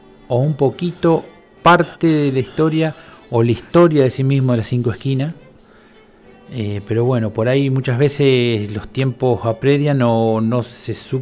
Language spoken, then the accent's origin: Spanish; Empalme Lobos, Buenos Aires, Argentina; me tocó izar la bandera como empalmeño